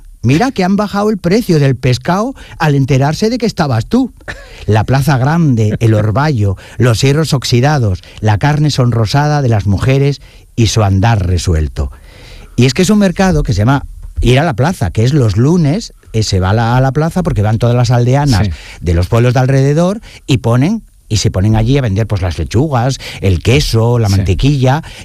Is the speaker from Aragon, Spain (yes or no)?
no; Jaén, Andalusia, Spain; born there; moved away; also born or lived in Avilés; Mira, mi familia es de Jaén. Yo soy yo nací en Jaén.